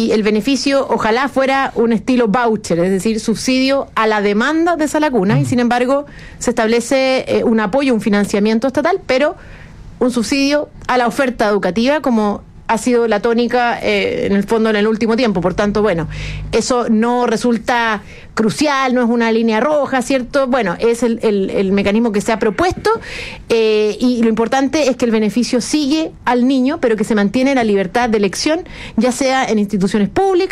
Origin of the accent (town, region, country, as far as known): Chile